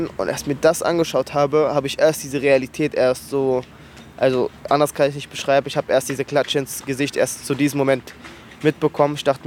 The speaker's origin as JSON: {"language": "German", "region": "Berlin", "country": "Germany", "tie": "born or raised there", "said": "Ich bin morbid groß geworden. Ich bin auch hier geboren, in Berlin. Also ist es natürlich schon meine Heimat hier."}